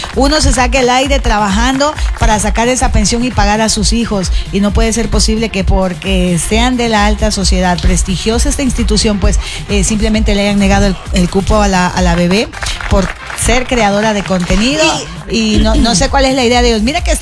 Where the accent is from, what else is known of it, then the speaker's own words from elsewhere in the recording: Sierra, Ecuador; nosotros los serranos